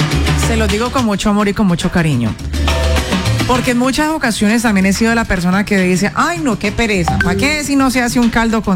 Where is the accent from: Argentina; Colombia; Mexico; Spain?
Colombia; como colombianos lo tenemos.